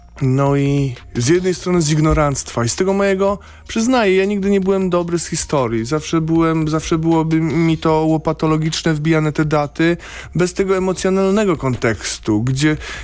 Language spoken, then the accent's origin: Polish; Lubusz Voivodeship, Poland; pochodzę z Lubuskiego, z zachodu Polski, nie obchodziliśmy tych wszystkich obrzędów historycznych